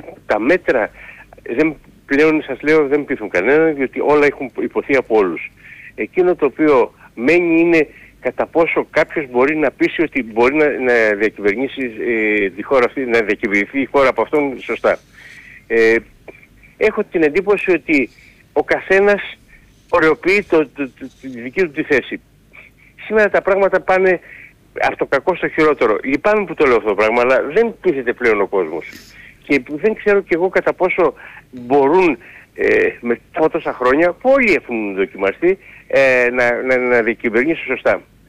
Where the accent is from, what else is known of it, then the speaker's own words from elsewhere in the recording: Eastern Macedonia and Thrace, Greece; Έτσι λένε και στην πατρίδα μου επάνω στον Εύρο. Αυτό λέμε εμείς, ότι αυτά τα οποία παράγουν, και όχι αυτά τα οποία δεν έχουν τίποτε πάνω.